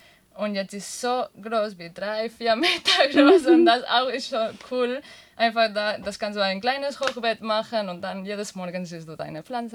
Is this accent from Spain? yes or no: yes; Catalonia, Spain; German is a second language; das kommt jetzt der Wort nicht, ich bin aus Katalonien, sorry.